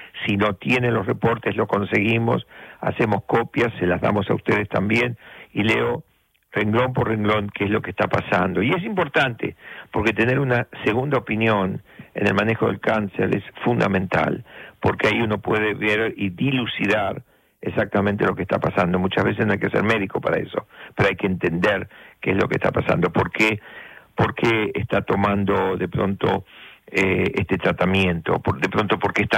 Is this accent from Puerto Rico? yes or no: no; La Plata, Buenos Aires Province, Argentina; born there; moved away; También los de la ciudad de La Plata, ¿por qué no? Donde yo nací, en Argentina.